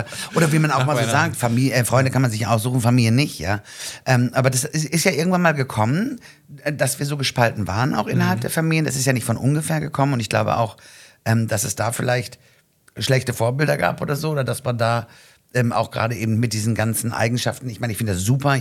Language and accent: German; North Rhine-Westphalia, Germany; Ich komme aus NRW, ja.